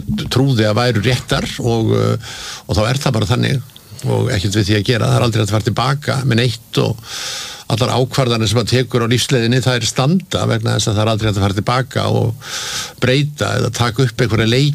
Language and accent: Icelandic; Reykjavík, Capital Region, Iceland; Já, ég sko alveg upp í Laugarneskverfinu og, og og hérna bjóð þar þegar ég var ungur maður